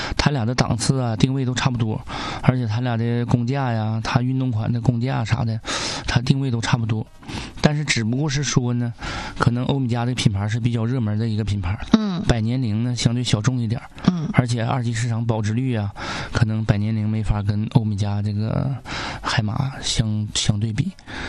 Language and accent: Chinese; Northeast China, China; accent: Northeastern dialect; 用咱们东北话来讲